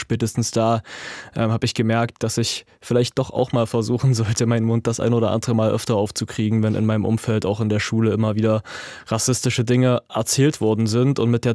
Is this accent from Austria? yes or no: no; East Germany, Germany; Genauso wie wir uns jetzt als Ostdeutsche nicht nur als Opfer gerieren sollten